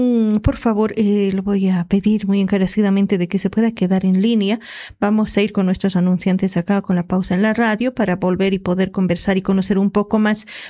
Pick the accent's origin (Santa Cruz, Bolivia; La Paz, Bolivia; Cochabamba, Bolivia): La Paz, Bolivia; a varias personas que también somos precisamente de La Paz, somos de nuestras provincias